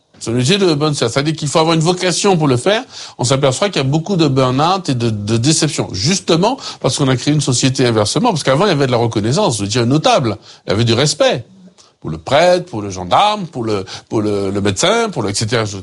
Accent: Martinique; chez nous, en Martinique

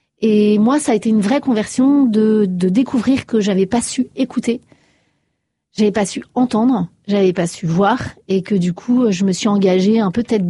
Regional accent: Paris, Île-de-France, France

